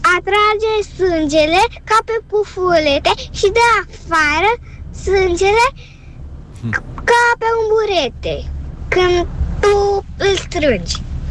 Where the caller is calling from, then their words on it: Bucharest, Romania; locuiesc în București, am 6 ani